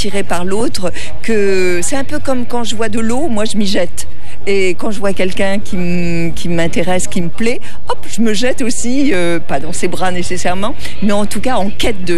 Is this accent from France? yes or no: yes; Brittany, France